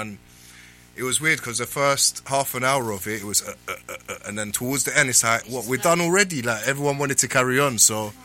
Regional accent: London, United Kingdom; also born or lived in North Cyprus; I grew up in Edmonton

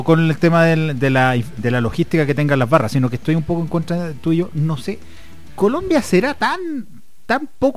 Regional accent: Chile; Y ahora hablo como chileno.

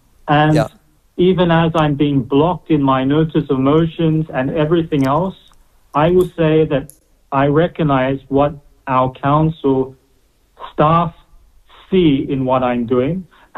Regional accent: Dunedin, Otago, New Zealand; moved away as an adult; I come back and know no one in my hometown.

